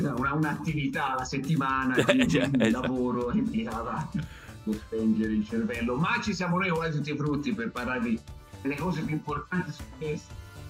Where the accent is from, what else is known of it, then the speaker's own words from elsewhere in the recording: Tuscany, Italy; Sudamericano, cioè noi veniamo dalla Toscana, quindi sappiamo di cosa parliamo